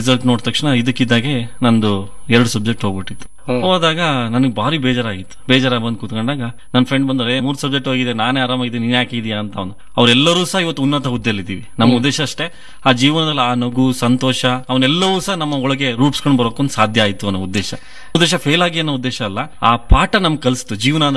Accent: Kargal, Karnataka, India; born there; also born or lived in Gersoppa / Sagar / Davanagere / Bengaluru; ಆಮೇಲೆ 9th-10th ಕಾರ್ಗಲ್ ಅನ್ನೋ ಸ್ಥಳದ ಜೋಗ ಕಾರ್ಗಲಲ್ಲಿ ಮಾಡಿದ್ವಿ. ಆಮೇಲೆ P U C first year ಮತ್ತು ಸೆಕೆಂಡ್ ಇಯರ್ನ ಜೋಗದಲ್ಲಿ ಆರ್ಟ್ಸ್ ಸಬ್ಜೆಕ್ಟ್ ತಗೊಂಡ್ಬಿಟ್ಟು ನಾನು ಜೋಗದಲ್ಲಿ ಓದ್ದೆ.

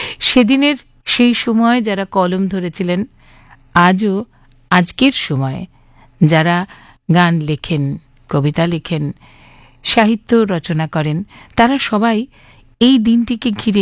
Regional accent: India; যারা আমরা স্বাধীন ভারতে জন্মগ্রহণ করেছি

